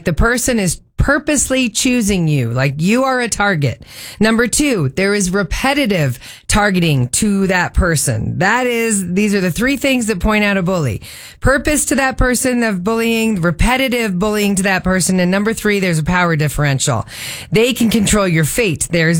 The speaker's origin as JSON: {"language": "English", "town": "Thornton", "region": "Colorado", "country": "United States", "tie": "born or raised there", "said": "growing up in Thornton"}